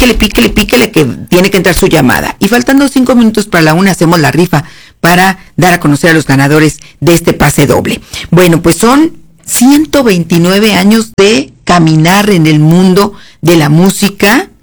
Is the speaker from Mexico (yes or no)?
yes; northern Mexico, Mexico; Somos norteñitos, norteña. Sí, sí, somos.